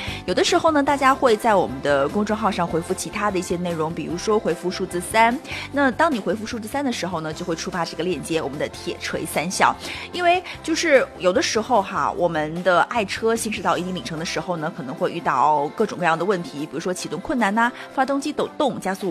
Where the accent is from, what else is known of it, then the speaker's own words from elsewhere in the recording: Jiangxi, China; 我们江西人